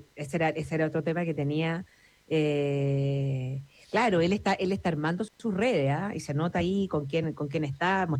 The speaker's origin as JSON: {"language": "Spanish", "country": "Chile", "said": "también habla de lo que somos los chilenos"}